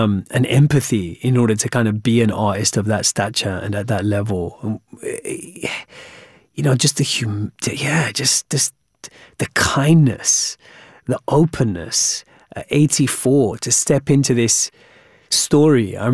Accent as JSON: {"language": "English", "town": "Wembley", "region": "London", "country": "United Kingdom", "tie": "born or raised there"}